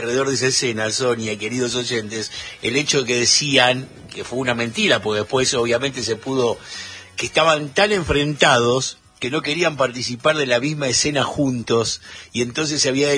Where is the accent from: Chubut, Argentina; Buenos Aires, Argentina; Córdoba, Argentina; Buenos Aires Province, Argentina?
Córdoba, Argentina; Soy cordobés.